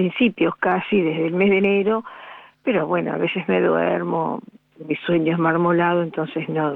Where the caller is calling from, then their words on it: Rauch, Buenos Aires Province, Argentina; De Rauch. Provincia de Buenos Aires.